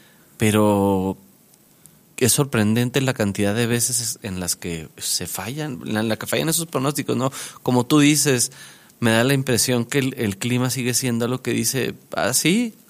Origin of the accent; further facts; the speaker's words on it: Mexico; nos haya ocurrido como mexicanos, es lo hicimos los mexicanos.